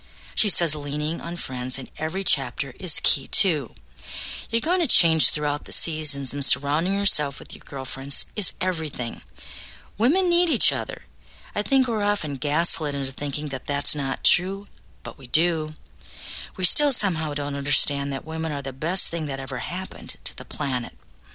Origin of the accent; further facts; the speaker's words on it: Bronx, New York, United States; I love me a hoop earring. Growing up in the Bronx, they had these things called door knockers.